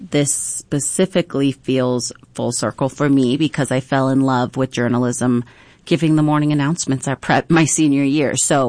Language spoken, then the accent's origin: English; Spokane, Washington, United States; I grew up in Spokane from a wonderful, wonderful single mom, Margie. She worked very hard to put me at Trinity, St. Al's, and then I went to Gonzaga Prep where I played a bunch of sports.